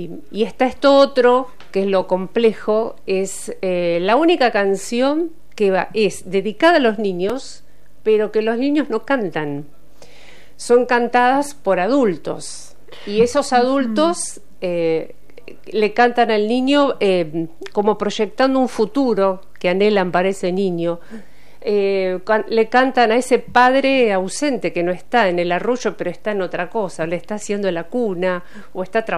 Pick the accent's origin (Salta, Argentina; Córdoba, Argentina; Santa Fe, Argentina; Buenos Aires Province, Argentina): Buenos Aires Province, Argentina; Berisso; also born or lived in La Plata; viví siempre en Berisso y bueno, me crié en Berisso, formé familia en Berisso y sigo viviendo en Berisso.